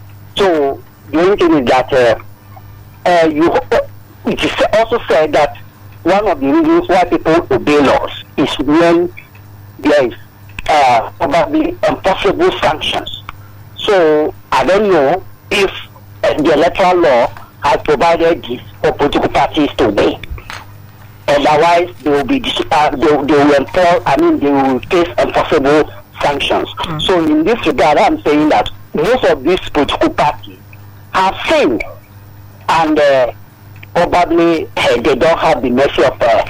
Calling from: Lagos, Nigeria; I'm calling from Abanja in Ikoto.

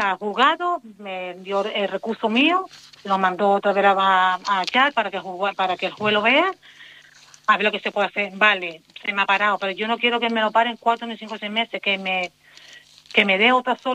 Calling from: Canary Islands, Spain; como todo canario que somos

